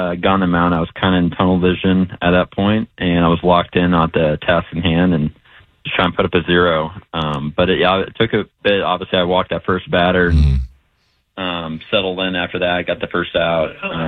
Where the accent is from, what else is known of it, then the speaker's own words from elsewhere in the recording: Texas, United States; born there; And obviously I was born in Texas, so it was kind of a homecoming of some sorts.